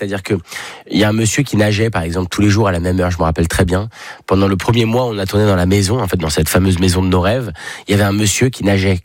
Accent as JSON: {"language": "French", "town": "Paris", "region": "Île-de-France", "country": "France", "tie": "born or raised there", "said": "Moi, j'ai passé beaucoup de temps près de la Méditerranée où, évidemment, j'ai grandi à Paris."}